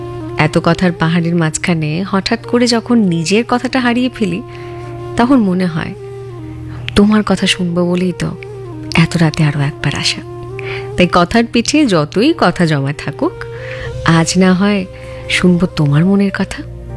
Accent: Tripura, India; moved away; North east Tripura.

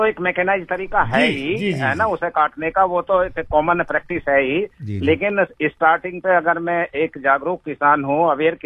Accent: Baghpat, Uttar Pradesh, India; मैं डिस्ट्रिक्ट बागपत का रहने वाला हूँ।

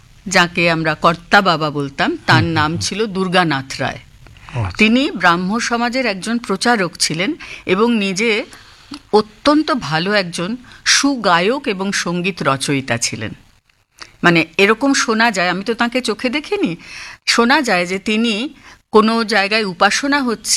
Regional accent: Santiniketan, West Bengal, India; moved away as an adult; আমি জন্মে বড় হয়েছি শান্তিনিকেতনে প্রথম 18 বছর অবধি।

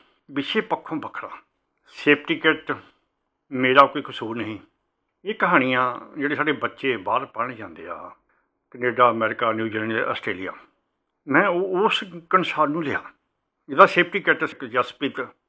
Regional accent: Punjab, India; ਅਤੇ ਸਾਡੇ ਪਿੰਡ ਤੋਂ 5 ਕਿਲੋਮੀਟਰ ਦੂਰ ਨਕੋਦਰ ਪੈਂਦਾ ਸੀ, ਅਤੇ ਮੈਂ ਅਤੇ ਮੇਰਾ ਬ੍ਰਦਰ ਦੋਵੇਂ ਅਸੀਂ ਤੁਰ ਕੇ ਪਾਣੀ ਜਾਂਦੇ ਸੀ।

